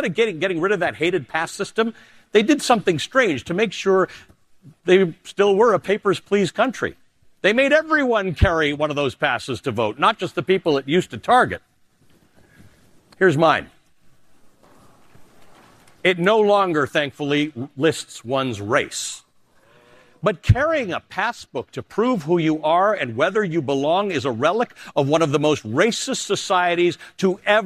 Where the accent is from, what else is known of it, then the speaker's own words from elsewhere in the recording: Canada; moved away as an adult; also born or lived in Kenya; now in United States; We later moved to Canada, where I grew up.